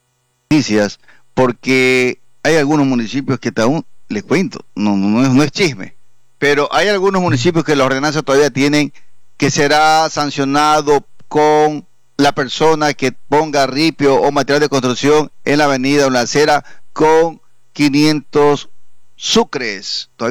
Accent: Ecuador

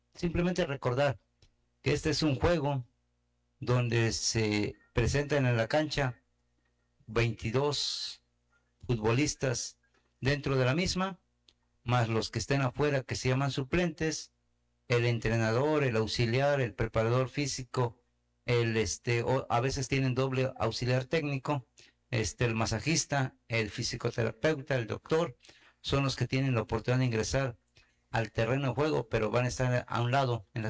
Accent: Mexico; ¿cuál es la razón que hoy como mexicanos estamos pagando esta situación?

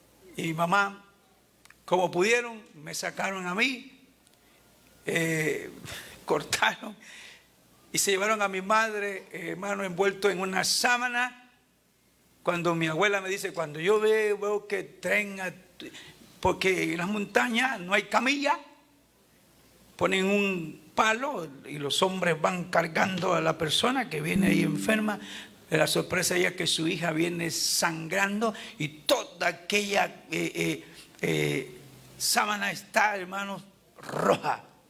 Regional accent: Panama; moved away; yo fui criado, en Panamá

